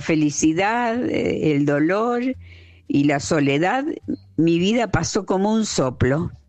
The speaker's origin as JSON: {"language": "Spanish", "town": "Rosario", "region": "Santa Fe", "country": "Argentina"}